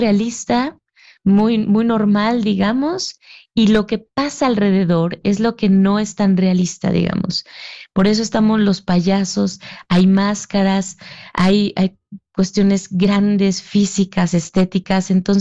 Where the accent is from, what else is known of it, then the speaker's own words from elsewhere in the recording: Mexico; Aquí en México, pues tuvimos esta respuesta y sentíamos esta afinidad, somos mexicanos, vivimos las mismas realidades.